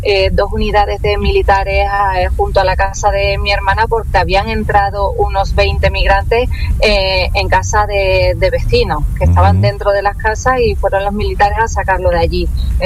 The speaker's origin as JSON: {"language": "Spanish", "region": "Ceuta", "country": "Spain", "tie": "born there", "said": "yo soy de aquí, yo soy de Ceuta, nacida en Ceuta, tengo aquí a toda mi familia"}